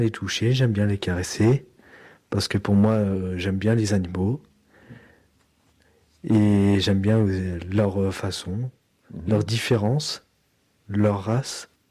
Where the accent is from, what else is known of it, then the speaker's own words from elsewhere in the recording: France; Parfois même on est différent parce que nous, on est français.